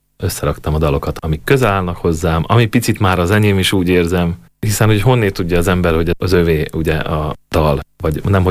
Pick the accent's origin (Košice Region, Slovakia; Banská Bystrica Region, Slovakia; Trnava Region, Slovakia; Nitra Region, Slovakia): Nitra Region, Slovakia; Kolárovo; Mi alapítottunk Gútán, Szülővárosomban egy rockszínházat, a Kisdunamenti rockszínházat